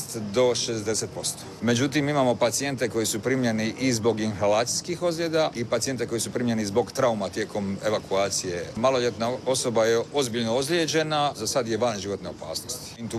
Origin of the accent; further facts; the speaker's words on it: Omiš, Split-Dalmatia County, Croatia; Ja sam iz Omiša